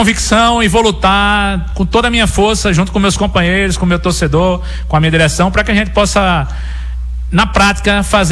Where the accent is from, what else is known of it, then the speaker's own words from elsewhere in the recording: Alagoas, Brazil; eu sou alagoano